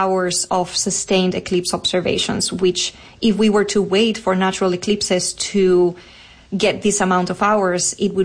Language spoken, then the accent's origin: English; Spain; And I'm super excited for that one, because I am from Spain.